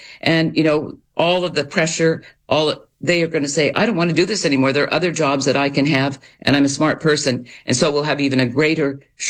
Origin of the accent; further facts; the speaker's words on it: Canada; I'm Canadian. I grew up under single payer healthcare.